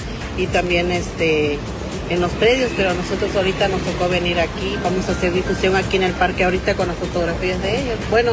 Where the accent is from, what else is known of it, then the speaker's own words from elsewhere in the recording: Veracruz, Mexico; Madres que venimos del puerto de Veracruz buscando a nuestros hijos desaparecidos de diciembre del 2013.